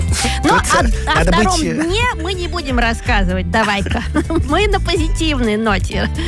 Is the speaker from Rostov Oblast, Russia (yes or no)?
yes; Rostov-on-Don, Rostov Oblast, Russia; Всем доброе утро … из Ростова-на-Дону.